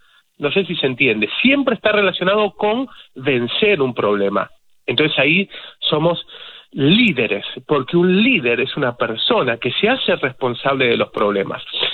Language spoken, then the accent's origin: Spanish; Argentina; me gusta el fútbol como argentino que soy